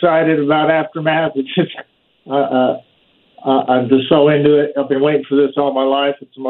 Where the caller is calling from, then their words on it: Scotland, United Kingdom; I'm Scottish.